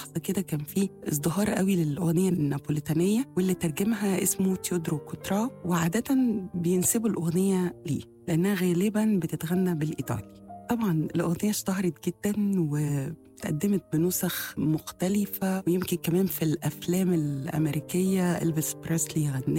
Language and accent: Arabic; Egypt; فإحنا كمصريين